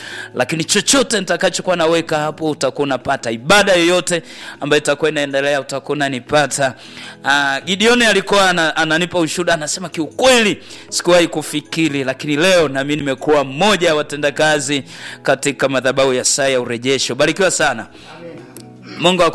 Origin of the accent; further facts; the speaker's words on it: Tanzania; nikamwambia wana sisi wageni tumetoka Tanzania.